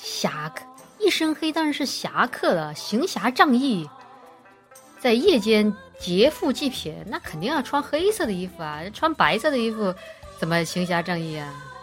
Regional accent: China; 我家乡川渝地区

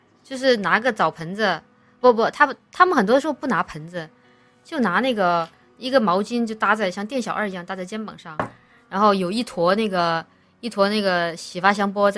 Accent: southern China, China; 我是南方人嘛

